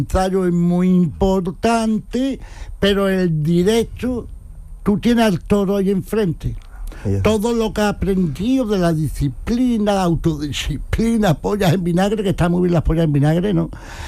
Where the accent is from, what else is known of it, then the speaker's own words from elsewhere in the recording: Jerez de la Frontera, Andalusia, Spain; Yo soy de Jerez, de Nativati, ¿no?